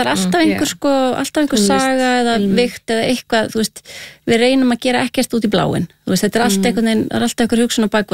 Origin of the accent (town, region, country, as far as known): Mosfellsbær, Capital Region, Iceland; born or raised there